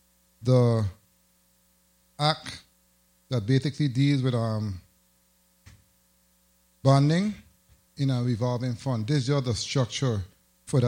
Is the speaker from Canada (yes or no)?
no; U.S. Virgin Islands; born or raised there